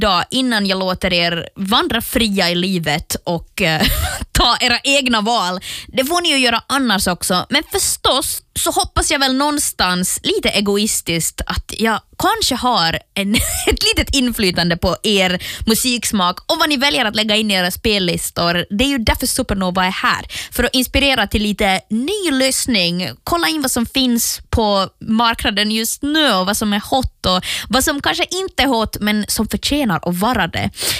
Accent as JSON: {"language": "Swedish", "country": "Finland", "said": "vi är ju ändå finnar"}